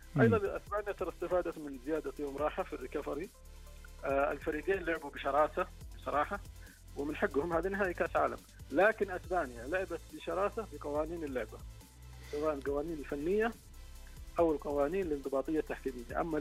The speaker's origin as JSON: {"language": "Arabic", "country": "Saudi Arabia", "said": "إحنا عندنا في السعودية الحس المهاري موجود"}